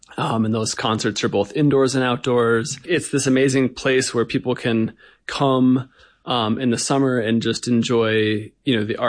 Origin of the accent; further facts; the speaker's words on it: Eagle River Valley, Colorado, United States; now in Montana, United States; I grew up in a little valley called West Lake Creek, which is runs into the Eagle River Valley. So it's just down the road from Vail, the ski area, the ski resort.